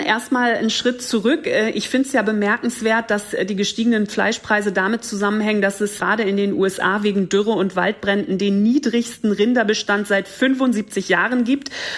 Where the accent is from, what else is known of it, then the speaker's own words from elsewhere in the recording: Germany; moved away as an adult; now in New York, United States; für mich als Deutsche fällt da natürlich jedes Lidl- und Aldi-Schild sofort ins Auge.